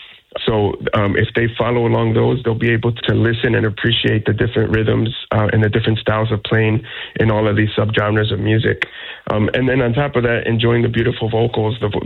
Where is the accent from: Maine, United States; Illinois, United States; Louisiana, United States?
Illinois, United States; Chicago; being from Chicago. Our studio is literally blocks away from Soldier Field in the South Loop. So it was just a special moment. I myself, being Mexican American, first generation Mexican American